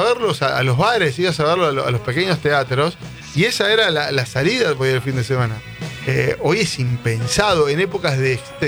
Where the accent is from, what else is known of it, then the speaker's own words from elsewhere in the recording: Ramos Mejía, Buenos Aires Province, Argentina; Bueno, y después yo me crié en Ramos, vos sos de ahí cerca.